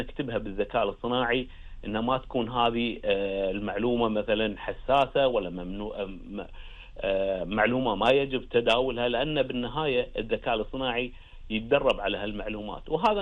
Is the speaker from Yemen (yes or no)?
no; Kuwait; الاجهزه الامنيه عندنا بالكويت